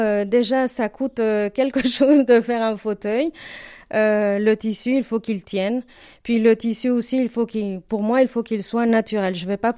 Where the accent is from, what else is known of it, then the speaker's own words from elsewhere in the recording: Morelos, Mexico; moved away; moi, je viens de Morelos, qui est un état au centre du Mexique